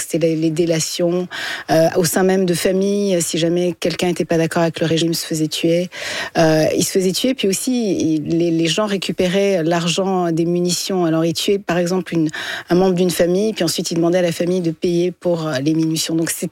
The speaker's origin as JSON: {"language": "French", "town": "Montreal", "region": "Quebec", "country": "Canada", "tie": "born there", "also_born_or_lived": "Ethiopia / Paris", "said": "J'ai grandi à Montréal"}